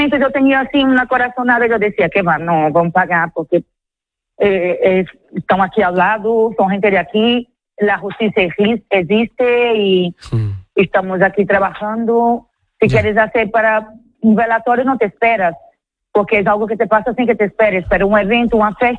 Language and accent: Spanish; São Luís, Maranhão, Brazil; Spanish is a second language; now in Spain; Sí, soy de Brasil, pero hace 20 años que estoy aquí, nunca había...